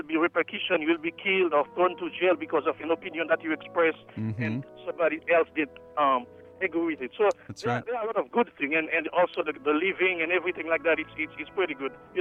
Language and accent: English; Haiti; now in United States; I'm from Haiti.